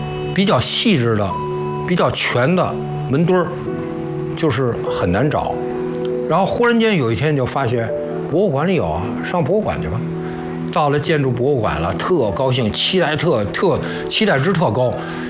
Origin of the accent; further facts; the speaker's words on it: China; 作为中国人